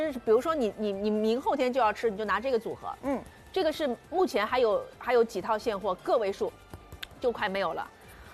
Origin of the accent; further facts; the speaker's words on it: Jiangxi, China; 我们江西人爱吃辣的